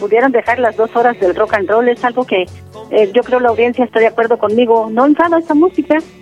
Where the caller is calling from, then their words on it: Puente de Ixtla, Morelos, Mexico; del Puente de Ixtla, Morelos.